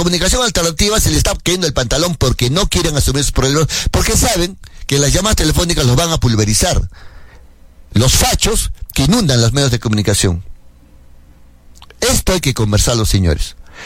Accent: Caylloma province, Arequipa, Peru; mi provincia de Cayoma.

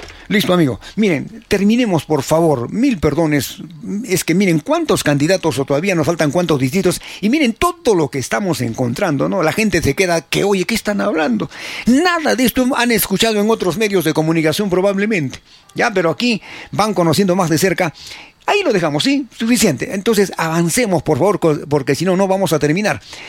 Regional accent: Arequipa, Peru; Oye, ¿somos arequipeños de verdad o qué cosa somos?

